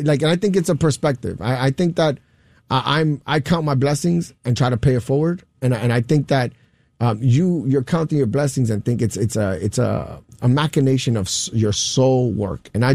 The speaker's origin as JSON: {"language": "English", "town": "Williamsburg", "region": "New York", "country": "United States", "tie": "born or raised there", "said": "I was born and raised in Williamsburg as well. Born in Fort Greene in Cumberland Hospital, but born and raised in Williamsburg in the South Side."}